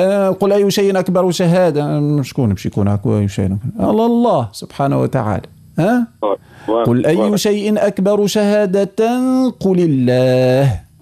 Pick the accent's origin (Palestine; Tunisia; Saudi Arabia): Tunisia; accent: Tunisian; احنا بلهجتنا التونسية